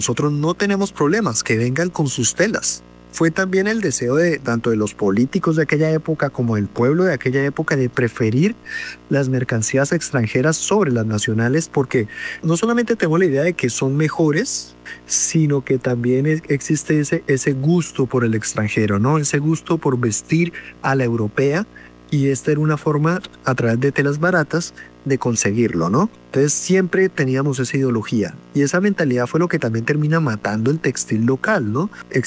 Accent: Colombia

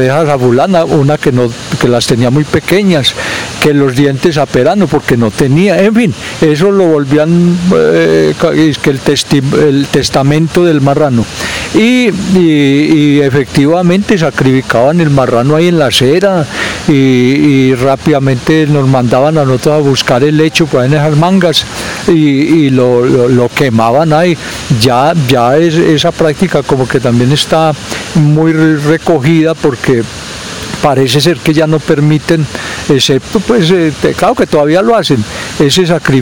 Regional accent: Sonsón, Antioquia, Colombia; los primeros diciembres que yo recuerdo fue en mi pueblo, en Sonsón, por allá en el año 1964-65.

